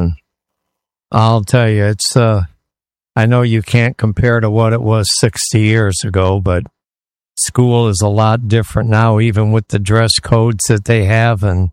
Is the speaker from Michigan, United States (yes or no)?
yes; Detroit, Michigan, United States; I grew up in Detroit